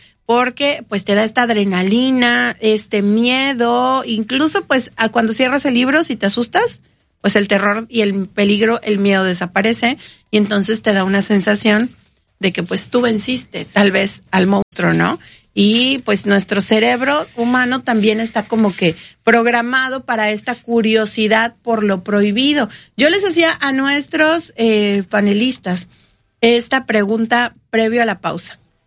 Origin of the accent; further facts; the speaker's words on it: Veracruz, Mexico; todos los jarochos hemos tenido nuestras